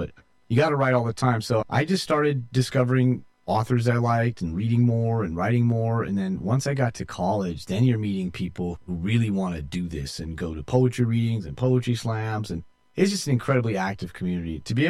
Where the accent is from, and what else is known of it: Garden Grove, California, United States; born or raised there; also born or lived in Virgin Islands